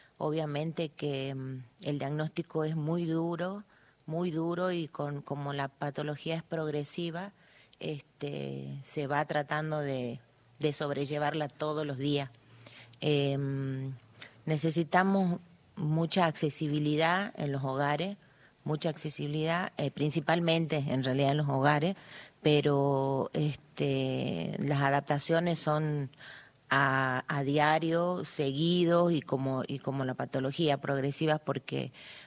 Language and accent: Spanish; Palpalá, Jujuy, Argentina; Nosotros somos de Palpalá. Nosotros en Palpalá, que yo esté al tanto, son tres niños.